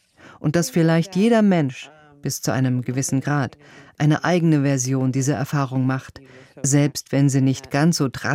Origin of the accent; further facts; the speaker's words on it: Saudi Arabia; moved away; nichts jene Gefühle ersetzen könnte, die ich empfand, als ich noch in Syrien meine Familie besuchte oder als Kind in Saudi-Arabien gelebt habe.